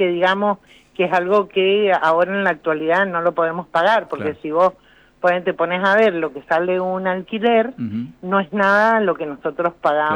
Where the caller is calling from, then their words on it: Rivadavia, Mendoza, Argentina; nosotros somos del este, de Rivadavia.